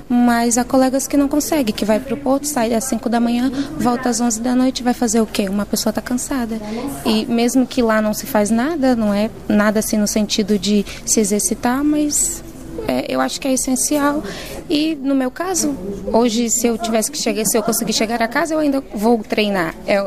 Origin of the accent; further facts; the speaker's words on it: Bragança, Portugal; Macedo, eu sou de Bragança.